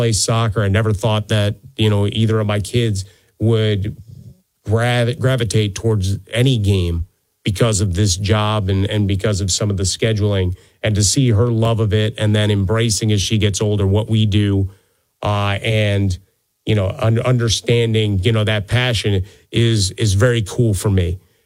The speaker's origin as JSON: {"language": "English", "town": "Chicago", "region": "Illinois", "country": "United States", "tie": "born or raised there", "said": "the Mike Ditka that I loved growing up in Chicago"}